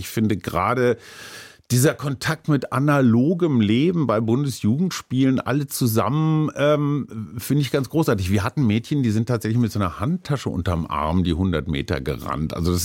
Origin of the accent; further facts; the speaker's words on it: Münster, North Rhine-Westphalia, Germany; Also, wie gesagt, ich komme aus Münster, unsicheres Wetter.